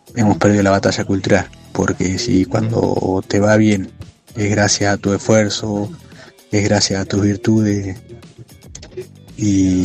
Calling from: Guaminí, Buenos Aires Province, Argentina; de Guamini

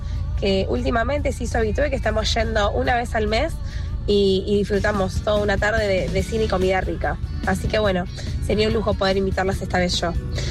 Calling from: Lanús, Buenos Aires Province, Argentina

